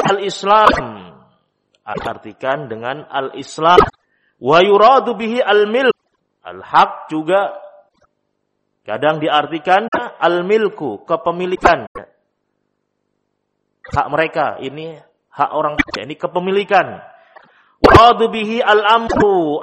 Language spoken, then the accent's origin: Indonesian; Java, Indonesia; kalau lah kita orang Jawa.